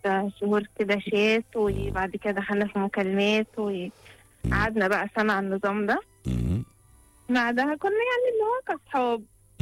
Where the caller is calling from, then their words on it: Beni Suef, Beni Suef Governorate, Egypt; انا من بني سويف